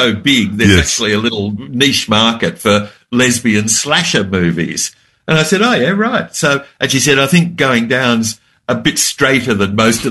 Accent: Thornbury, Victoria, Australia; And I grew up in Thornbury, and the Thornbury Picture House, I was a paper boy and I used to deliver papers to it when it was a service station.

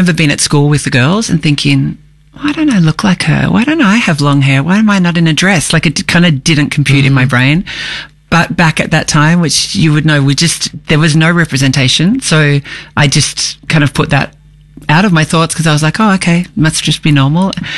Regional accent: Melbourne, Victoria, Australia; I grew up in Melbourne, and I am 48. So I have had quite some time finding my way to who I am. But always been in Melbourne.

